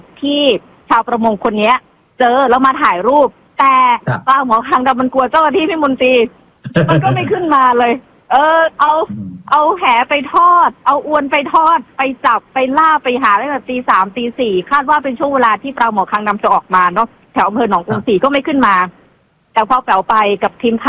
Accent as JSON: {"language": "Thai", "region": "Kalasin", "country": "Thailand", "said": "เป็นคนกาฬสินธุ์เนาะเป็นคนกาฬสินธุ์"}